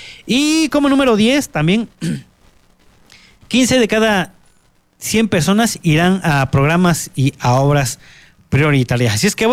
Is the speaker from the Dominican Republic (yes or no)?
no; Mexico